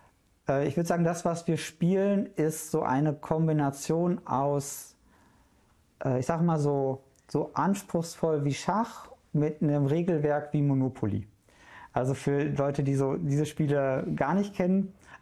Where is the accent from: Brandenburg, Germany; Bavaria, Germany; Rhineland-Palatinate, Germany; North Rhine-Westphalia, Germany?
North Rhine-Westphalia, Germany; Duisburg; born or raised there; also born or lived in Essen